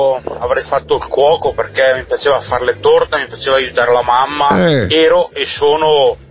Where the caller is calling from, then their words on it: Brescia, Lombardy, Italy; da Brescia.